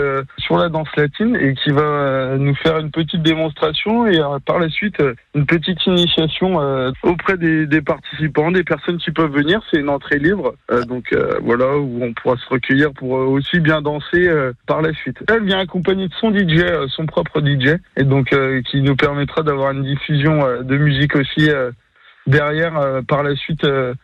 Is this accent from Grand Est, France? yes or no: yes; Châtillon-sur-Marne, Grand Est, France; chez nous en Champagne-Ardenne à Châtillon